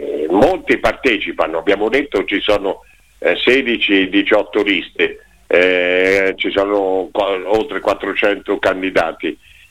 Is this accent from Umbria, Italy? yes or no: yes; Perugia, Umbria, Italy